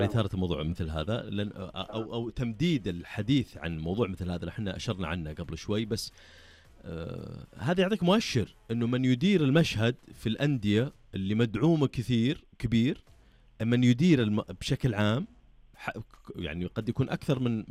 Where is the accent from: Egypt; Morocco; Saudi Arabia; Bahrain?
Saudi Arabia